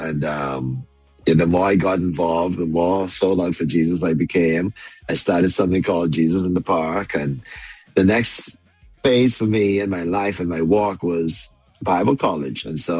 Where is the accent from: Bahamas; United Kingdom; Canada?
Bahamas; Nassau, New Providence; I grew up in Stapleton Gardens.